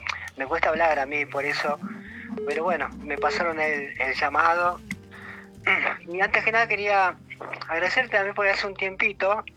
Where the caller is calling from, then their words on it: Buenos Aires, Argentina; De Lugano.